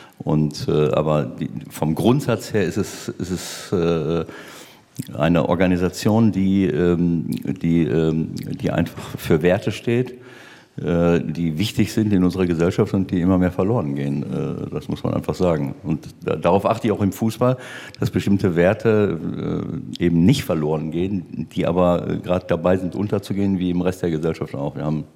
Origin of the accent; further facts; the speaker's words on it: North Rhine-Westphalia, Germany; also born or lived in Cologne; ich war ja hier ein paar Jahre in Köln, das war für mich nicht ganz so einfach als Ostwestfale.